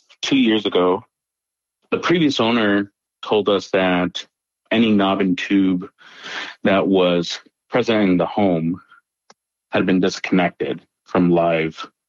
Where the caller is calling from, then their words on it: Milwaukee, Wisconsin, United States; I'm calling from Milwaukee, Wisconsin.